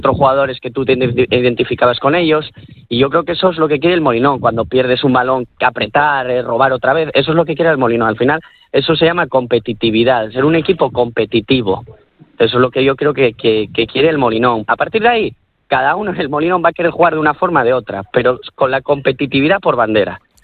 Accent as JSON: {"language": "Spanish", "town": "Gijón", "region": "Asturias", "country": "Spain", "said": "Y muchos de los que somos de Gijón opinamos lo mismo que te acabo de decir yo"}